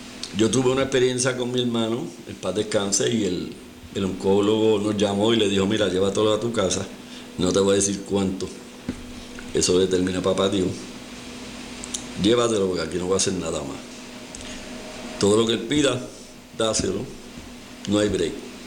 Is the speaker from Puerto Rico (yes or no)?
yes; Puerto Rico; como somos nosotros los boricuas